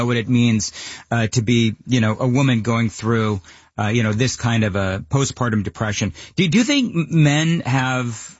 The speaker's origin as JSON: {"language": "English", "region": "New York", "country": "United States", "said": "I'm not a New Yorker anymore."}